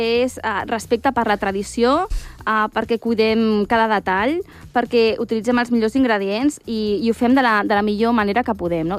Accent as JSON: {"language": "Catalan", "town": "Molins de Rei", "region": "Catalonia", "country": "Spain", "lives_now": "Barcelona, Spain", "said": "Doncs sí, som de Molins de Rei, però també fa uns anyets hem vingut a Barcelona, al carrer Berlín."}